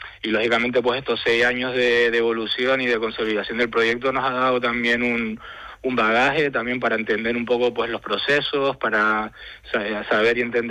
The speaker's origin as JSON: {"language": "Spanish", "town": "Tegueste", "region": "Canary Islands", "country": "Spain", "said": "Somos de Tegueste, estamos dentro de la reserva de la biosfera de Anaga"}